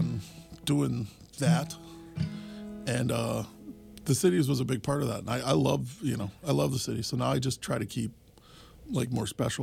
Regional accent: Buffalo, New York, United States; born or raised there

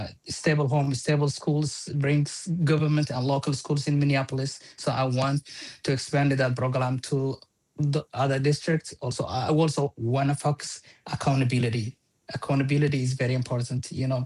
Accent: Mogadishu, Banadir, Somalia; moved away as an adult; also born or lived in Lahore, Pakistan; now in St. Louis Park, United States; I was born and raised in Mogadishu, Somalia. I left to pursue my education in Pakistan, Lahore. Then 2014, I migrated to United States.

